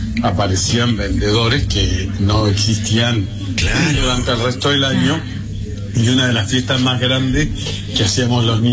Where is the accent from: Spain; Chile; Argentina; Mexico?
Argentina; Entre Ríos; now in Córdoba, Argentina; Te cuento que soy de Entre Ríos, del interior profundo. Ahora vivo en Córdoba, pero en toda mi infancia, en mi patria, en la tierra de los padres